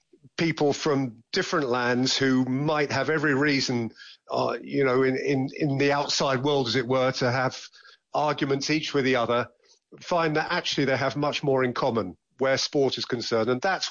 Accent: England, United Kingdom; as an English man

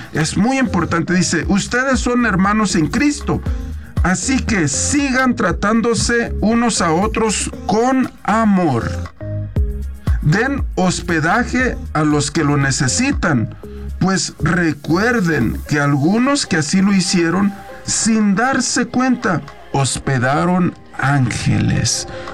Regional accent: Guanajuato, Mexico; no, de verdad, yo soy de Guanajuato, pero ahorita que estoy sacando mi pasaporte, me pidieron el acta de nacimiento de mi papá y de mi mamá.

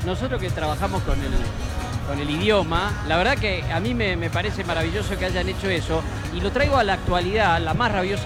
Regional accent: Puan, Buenos Aires Province, Argentina; La bandera de mi pueblo, la bandera de Puan.

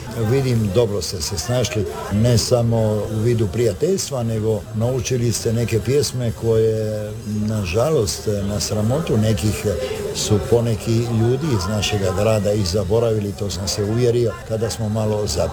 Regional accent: Zadar, Zadar County, Croatia; born there; mi smo doista bili sretni da smo rođeni u Zadru

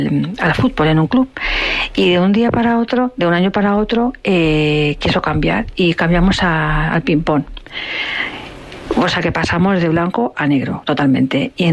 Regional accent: Madrid, Community of Madrid, Spain; Un beso para todos. … de Madrid.

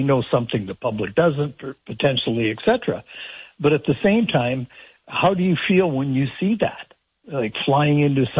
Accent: Sault Ste. Marie, Ontario, Canada; I grew up in Sault Ste. Marie

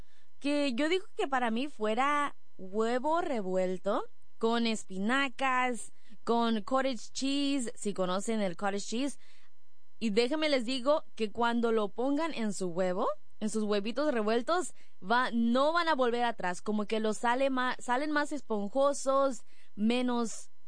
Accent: Mexico; nosotros, los hispanos, bueno, yo soy mexicana

